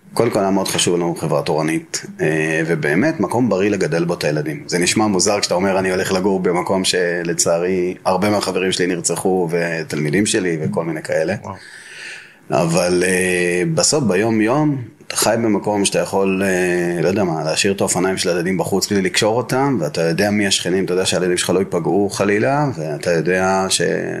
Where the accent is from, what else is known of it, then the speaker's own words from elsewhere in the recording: Mazkeret Batya, Central District, Israel; נולדתי במזכרת בתיה למשפחה ספרדית, ממוצעת, מסורתית.